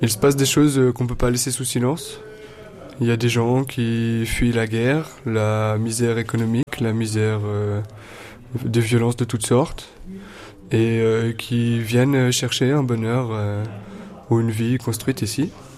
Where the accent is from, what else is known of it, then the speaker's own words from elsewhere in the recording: Geneva, Switzerland; Je viens de Genève, je suis né là-bas, j'ai beaucoup voyagé mais j'habite à l'instant là-bas.